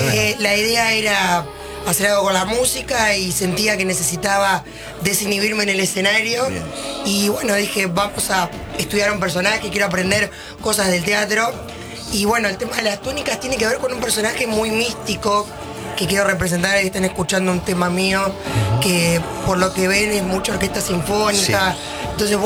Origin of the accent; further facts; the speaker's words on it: Entre Ríos, Argentina; Bueno, soy entrerri